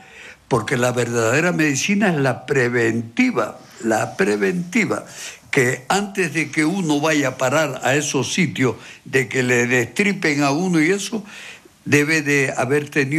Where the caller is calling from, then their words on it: La Palma, Canary Islands, Spain; de donde soy yo, de un pueblo de La Palma